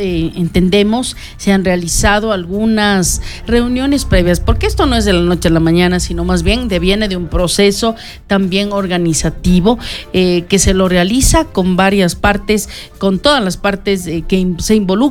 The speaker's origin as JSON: {"language": "Spanish", "region": "Imbabura", "country": "Ecuador"}